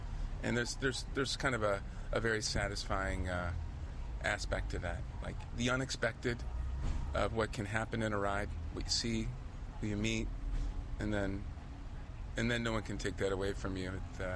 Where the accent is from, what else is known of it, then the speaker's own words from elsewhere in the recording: Rust Belt, United States; But I grew up in the Rust Belt, and I love the decrepit industrial landscape, and I like riding through all of it.